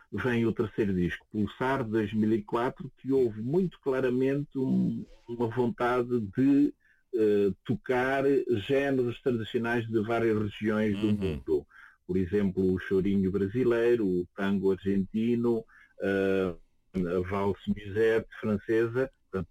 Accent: Portugal; sendo nós portugueses

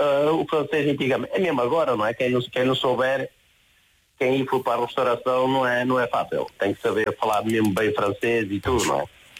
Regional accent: Portugal; moved away; also born or lived in Guimarães / Porto; Porque eu com 14 anos, eu com 14 anos já estava a trabalhar em Guimarães e Guimarães foi para o Porto. E aí, está a ver, uma pessoa às vezes, é como agora, por exemplo, no mês de julho, ou mês de agosto, quando vou a Portugal, às vezes vou para a minha terra

